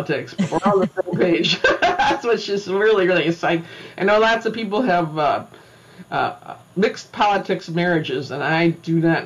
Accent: DuPage County, Illinois, United States; So I actually did grow up in DuPage. I grew up in a quite Republican household.

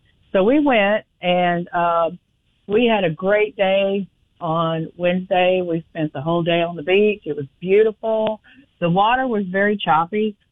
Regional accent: Nashville, Tennessee, United States; now in Alabama, United States; I'm from Tennessee. Mm-hmm. I'm from Nashville. I grew up there.

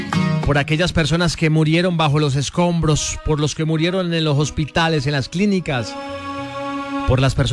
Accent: Cali, Valle del Cauca, Colombia; como caleños que somos, como resilientes, como berracos.

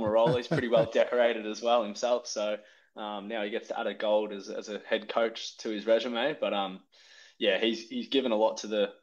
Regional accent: Bendigo, Victoria, Australia; I'm originally from Bendigo, Victoria.

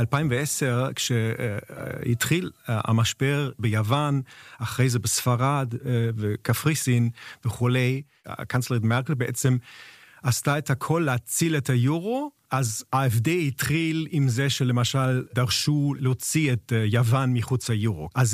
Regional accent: Germany; Hebrew is a second language; בוודאי שזה היה משהו מאוד מיוחד לחיות בישראל בתור גוי גרמני.

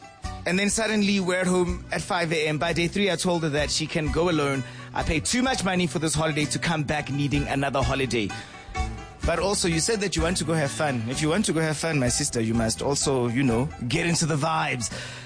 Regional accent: Johannesburg, Gauteng, South Africa; I'm from Joburg. What must I plan in a city that I don't even live in?

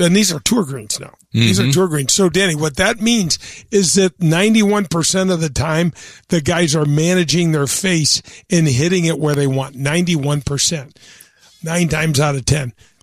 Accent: Midwest, United States; I grew up in here in the Midwest

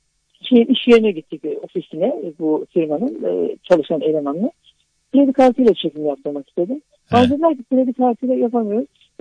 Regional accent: Ankara, Turkey; now in Antalya, Turkey; Benim çocuğum Ankara'da geçti. Bir mahallede geçti Ankara'da.

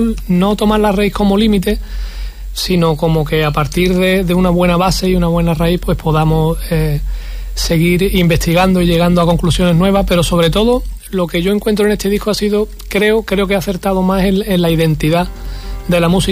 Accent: Huelva, Andalusia, Spain; Para mí es un orgullo hablar de Huelva, que lo hago siempre, en cada lugar que estoy, porque pertenezco a una tierra que es la mía, ¿no?

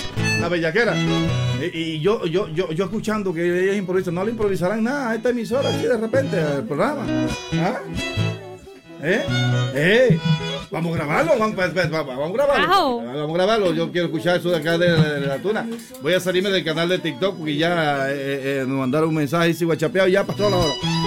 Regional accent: Veraguas, Panama; Mi tierra, el Pedernal de Santiago.

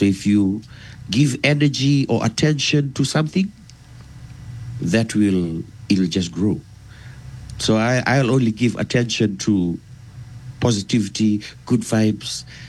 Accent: Fiji; born there; moved away; I was back in Fiji. You know, I was born in Fiji. I wasn't born in Rutuma.

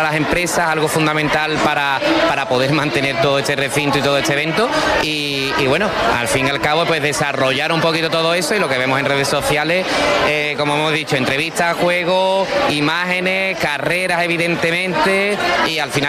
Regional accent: Sanlúcar de Barrameda, Andalusia, Spain; somos de Sanlúcar

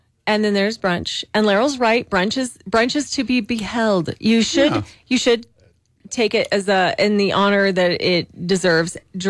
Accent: Belen, New Mexico, United States; I grew up in Belen, New Mexico. Mm-hmm. I am a native New Mexican, born and raised. I was literally 35 minutes here from this Albuquerque studio, and I grew up eating all of the green chili, all of the red chili, and all of the spicy things.

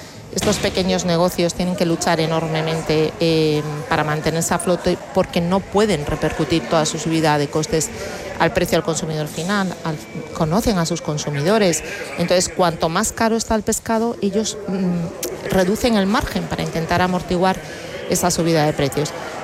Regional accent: Galicia, Spain; yo que soy gallega

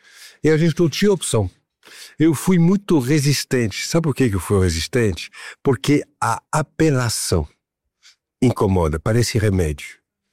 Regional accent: Paris, Île-de-France, France; born or raised there; now in São Paulo, Brazil

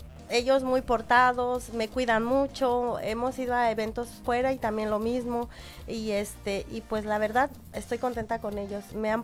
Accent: State of Mexico, Mexico; porque yo soy del Estado de México. No soy del estado de Puebla

